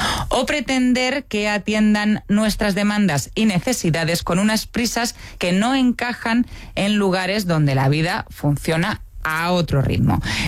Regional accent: Madrid, Community of Madrid, Spain; Como madrileña me veo con la autoridad moral para afirmar que Madrid es uno de los lugares más hostiles para pasar el verano.

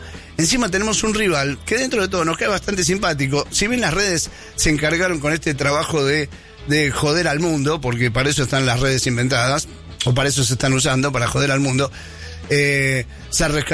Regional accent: Argentina; la relación que tenemos como pueblo argentino con los españoles

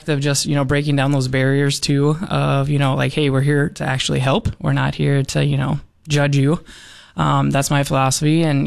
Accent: Pittsburgh, Pennsylvania, United States; I'm from the Pittsburgh area

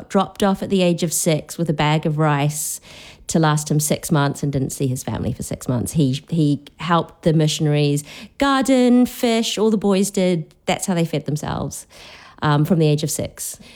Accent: Sarawak, Malaysia; and I'm from Sarawak

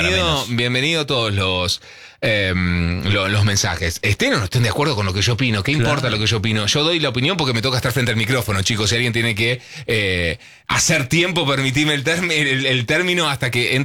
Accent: Salta, Argentina; Hola, soy … de Salta.

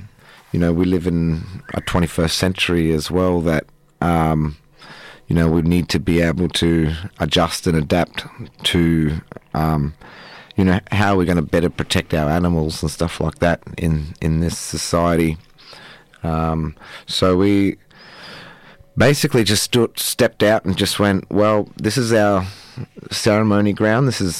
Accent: Queensland, Australia; I'm from Wangan and Yagalingu country up in central Queensland. We're about 5 hours drive west of Mackay, and we speak Widi language, which is a main core language in central Queensland, along with the Gungalu and Biri language.

